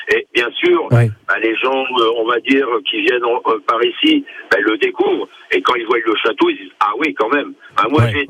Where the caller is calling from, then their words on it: Hauts-de-France, France; je suis Picard, toute ma famille est de Picardie, à côté d'Aville